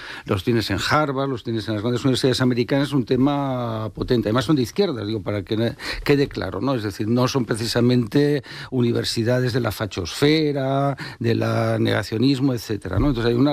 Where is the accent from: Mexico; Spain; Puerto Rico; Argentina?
Spain; Sinceramente, somos tontos los españoles, ¿no?